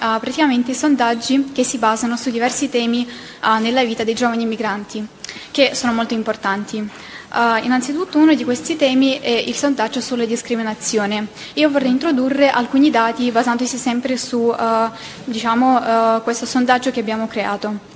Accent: Ukraine; Italian is a second language; now in Naples, Italy; ho 19 anni e sono ucraina, vivo in Italia ormai da 4 anni e per il momento abito a Napoli

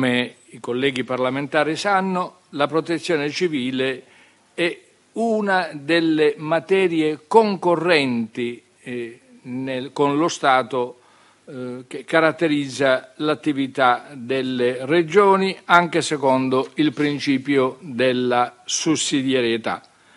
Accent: Sicily, Italy; lo dico da siciliano, mi si consente di accostarmi a questo tema nella consapevolezza che a un siciliano tutto si può chiedere tranne di non essere autonomista.

